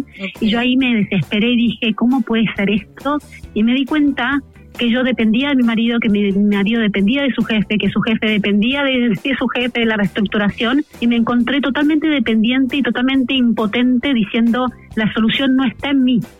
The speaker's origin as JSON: {"language": "Spanish", "country": "Argentina", "also_born_or_lived": "England / Chile", "moved": "as an adult", "said": "yo soy argentina, viví 9 años en Inglaterra y tuvimos a nuestros primeros 2 hijos, después en Chile"}